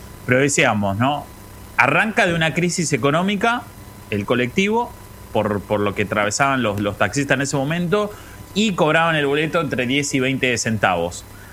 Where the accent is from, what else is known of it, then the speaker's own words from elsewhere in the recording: Buenos Aires Province, Argentina; para los que somos del conurbano, los que estamos en provincia